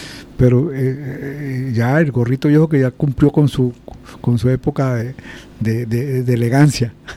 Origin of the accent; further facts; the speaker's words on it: Los Llanos, Venezuela; para uno como llanero